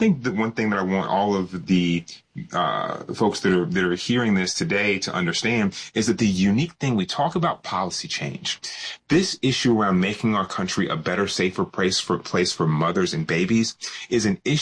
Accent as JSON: {"language": "English", "region": "Georgia", "country": "United States", "said": "my home state is Georgia"}